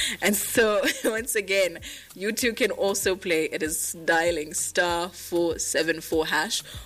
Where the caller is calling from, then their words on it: Zambia; I'm calling you from Winbig, Zambia.